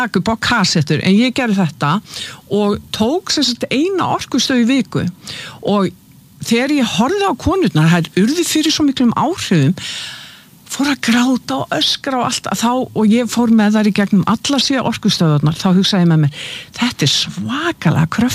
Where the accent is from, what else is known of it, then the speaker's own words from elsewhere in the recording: Keflavík, Southern Peninsula, Iceland; Ég fætt 1961 þannig að þegar ég að alast upp og sem unglingur og þegar við vorum krakkar ég fætt og uppalinn í Keflavík í Bíklabænum